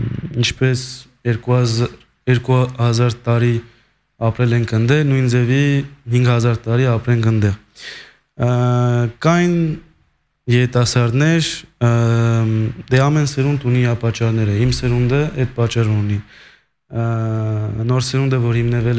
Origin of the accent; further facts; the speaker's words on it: Lyon, Auvergne-Rhône-Alpes, France; Ես Լիոնից եմ, Լիոնից մի կես ժամ կամի քաղաք Վիեն, որտեղ թուրքական համայնքները հարձակվել են հայերի վրա։